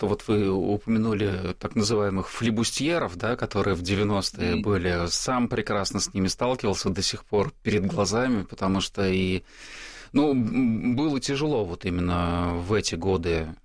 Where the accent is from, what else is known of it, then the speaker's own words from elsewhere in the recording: Kazan, Tatarstan, Russia; Казань – это мой родной город.